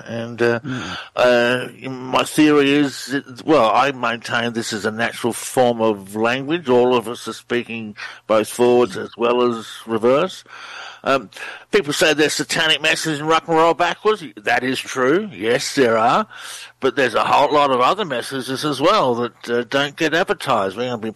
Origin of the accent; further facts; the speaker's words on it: Australia; I'm from the Outback.